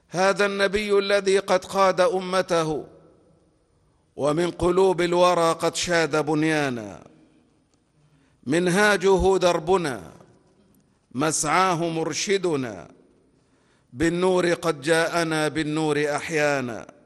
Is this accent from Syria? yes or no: no; Egypt; اللهم احفظ بلدنا مصر